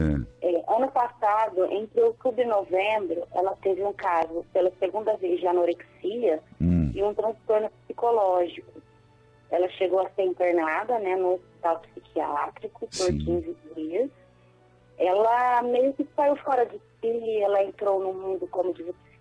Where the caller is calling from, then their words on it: Magda, São Paulo, Brazil; Eu falo de Magda, São Paulo.